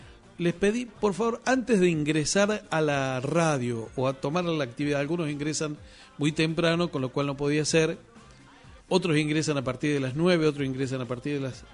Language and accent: Spanish; Argentina; Y todos somos argentinos.